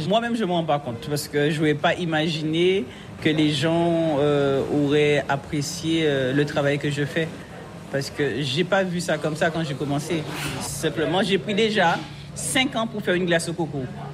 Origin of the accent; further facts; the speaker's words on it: Guadeloupe; Chez nous, en Guadeloupe, on a 3 couleurs de patate.